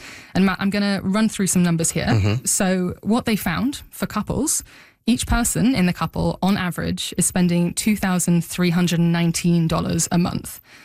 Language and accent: English; United Kingdom; also born or lived in London; now in Vancouver, Canada; I'm not from Canada. Mm. I moved to Vancouver from the UK a couple of years ago.